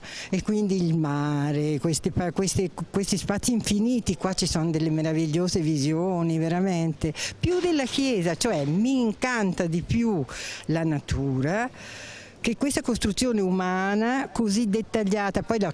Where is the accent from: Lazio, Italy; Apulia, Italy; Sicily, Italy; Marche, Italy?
Marche, Italy; born there; moved away; also born or lived in Veneto; Sono stata 40 anni fuori dalle Marche. Questa non l'avevo mai vista perché sono nata nelle Marche, quindi sono marchigiana. E poi sono andata a lavorare come tutti quanti nel Veneto.